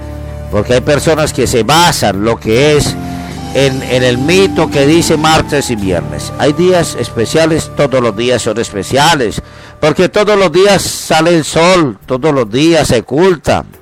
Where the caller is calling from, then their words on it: Lima, Peru; no soy de acá, he venido de vacaciones, pero realmente me ha gustado, yo soy de Perú